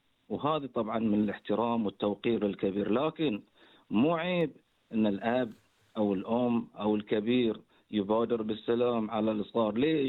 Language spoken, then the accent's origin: Arabic; Bahrain; إذاعة البحرين وإذاعة مملكتنا الغالية